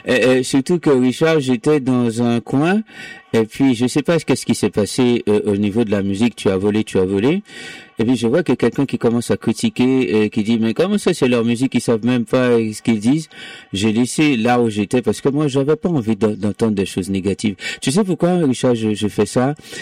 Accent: Jacmel, Sud-Est, Haiti; Je les ai pas vus chez nous, à Jacques Mel, à Congo Plage, j'étais pas là.

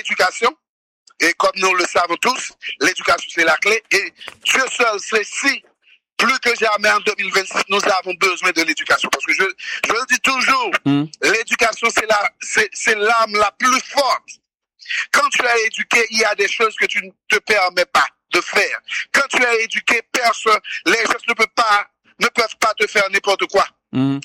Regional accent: Haiti; Ce qui nous fait défaut en 2026, comme peuple, en tant qu'Haïtien, c'est l'unité.

